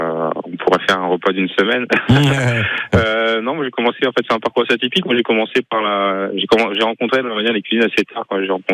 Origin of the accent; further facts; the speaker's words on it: Normandy, France; non, moi je suis originaire de Normandie. En fait, moi je suis métissé. Mon papa est sénégalais, maman française. Mais sinon, Calvados.